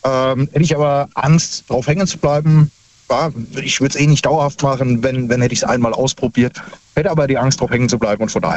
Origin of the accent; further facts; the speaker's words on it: Bad Kreuznach, Rhineland-Palatinate, Germany; Ei, sagen wir mal Kreuznach.